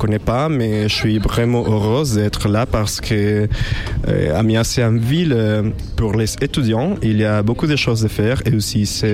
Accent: Mexico; French is a second language; moved away as an adult; now in France; Je viens du Mexique

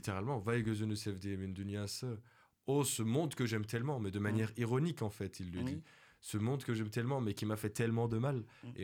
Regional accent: Turkey; c'est un très grand poète-chanteur de ma ville natale de Turquie

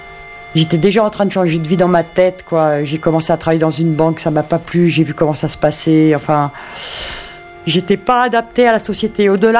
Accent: Paris, Île-de-France, France; moved away as an adult; now in Tarn, France; Moi, je suis née à Paris, j'ai grandi à Paris, et dans les années 85, je suis arrivée dans le Tarn

